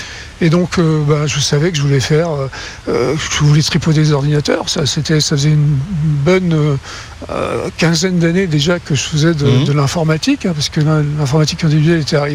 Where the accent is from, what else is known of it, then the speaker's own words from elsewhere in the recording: France; accent: French; now in Stanford, United States; Donc, j'ai gardé un accent très français aujourd'hui, mais bon, ça va mieux. J'ai appris à parler anglais.